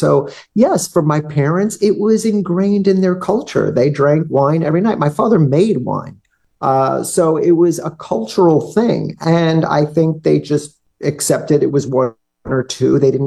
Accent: Staten Island, New York, United States; from Staten Island.

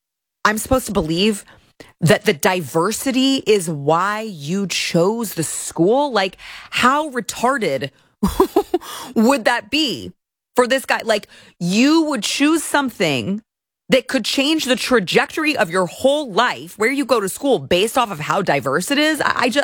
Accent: Texas, United States; No, they're not. And I just can't tolerate this anymore. No, they're not. I was born and raised here my whole life. I've been here my whole life.

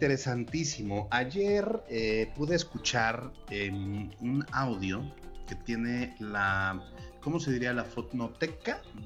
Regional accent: Mexico; Bueno, y lo que a nosotros nos interesa como mexicanos es ahorita el Día Internacional del Recalentado

